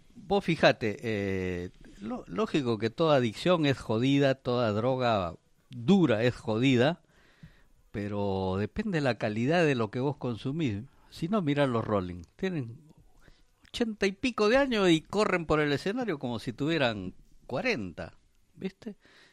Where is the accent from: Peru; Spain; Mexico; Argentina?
Peru; Nosotros somos peruanos, nos gusta la comida fuerte, bien picante, condimentada, sí.